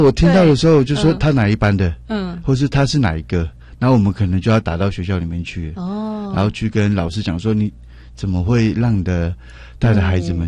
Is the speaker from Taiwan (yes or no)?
yes; Yingge, New Taipei, Taiwan; born there; also born or lived in Zhongli, Taoyuan